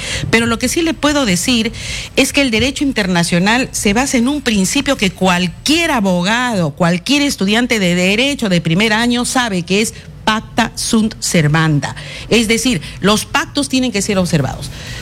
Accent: Peru; porque soy peruana

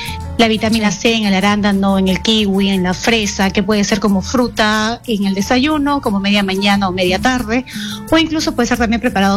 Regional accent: Peru

